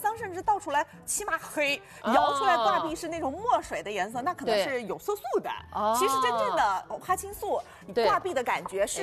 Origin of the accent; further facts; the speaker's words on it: China; 我们中国人讲究一个什么节气、什么时节吃什么样对应的食物